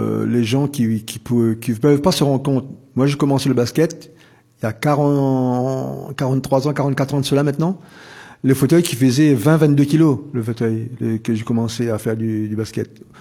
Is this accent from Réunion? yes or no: yes; Réunion; la Réunion que je suis réunionnais